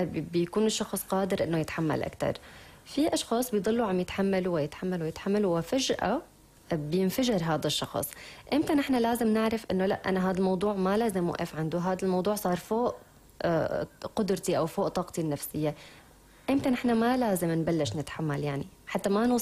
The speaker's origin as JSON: {"language": "Arabic", "country": "Syria", "said": "نحن كشباب سوري"}